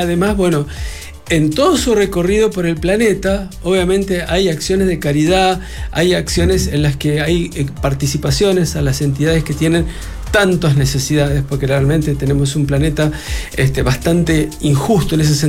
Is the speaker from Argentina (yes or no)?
yes; Mendoza, Argentina